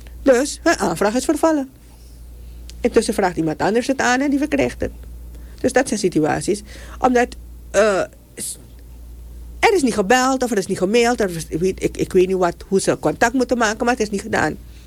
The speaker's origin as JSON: {"language": "Dutch", "country": "Suriname", "said": "Ik had ook altijd zoiets van, weet je, ik ben een Surinaamse burger. Ik heb in Suriname gestudeerd."}